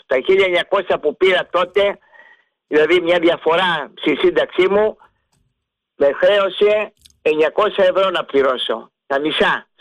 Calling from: Karystos, Central Greece, Greece; από την Κάριστο.

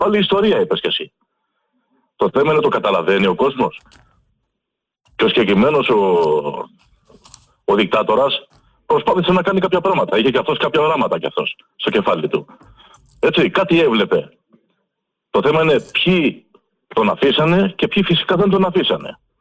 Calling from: Varkiza, Attica, Greece; από Βάρκιζα.

